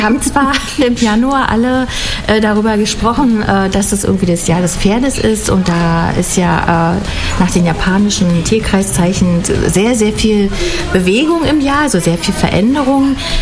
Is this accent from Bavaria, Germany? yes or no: no; Frankfurt, Brandenburg, Germany; Ich freue mich sehr, hier zu sein, in meiner Heimatstadt natürlich.